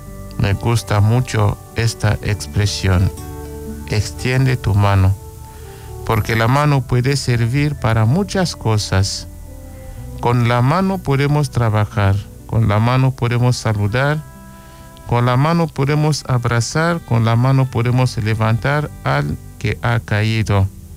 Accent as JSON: {"language": "Spanish", "country": "Chile", "said": "Como chilenos, amar y servir a nuestra patria. Como cristianos, vivir y poner en práctica la palabra de Dios."}